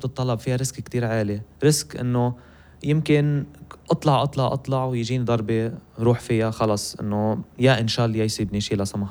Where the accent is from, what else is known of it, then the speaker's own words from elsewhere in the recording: Lebanon; moved away; رح يخليني أرجع على بلدي لبنان